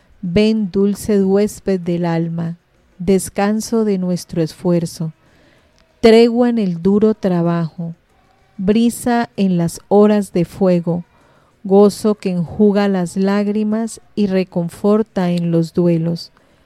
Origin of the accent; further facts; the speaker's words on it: Colombia; nosotros como colombianos tener una santita